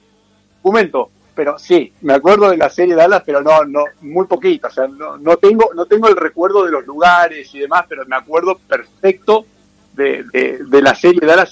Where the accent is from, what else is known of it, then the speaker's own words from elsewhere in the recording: Santa Fe, Argentina; moved away as an adult; also born or lived in Buenos Aires; now in United States; Soy de Santa Fe, sí, Santa Fe, Barrio Sur, Fe Inmaculada.